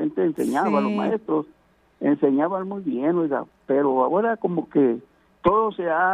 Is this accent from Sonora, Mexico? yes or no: yes; Sonora, Mexico; also born or lived in Vícam, Sonora / Sierra del Bacatete; Nací en la Sierra del Bacatete, ahí con los Yaquis, pero no aprendí, yo desde chiquito nos íbamos para la ciudad, en Palme, Sonora. Pero no sí conozco algunas palabras del dialecto Yaqui